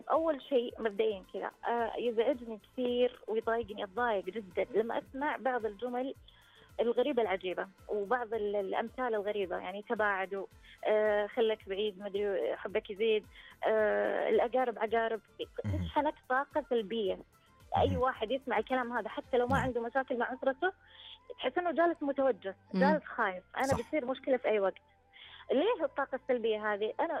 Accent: Saudi Arabia; لان احنا كسعوديين كاسر سعوديه يعني الحمد لله مو محتاجين

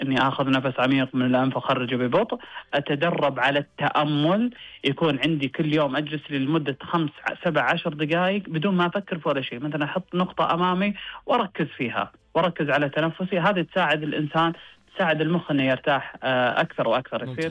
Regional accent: Riyadh, Riyadh Province, Saudi Arabia

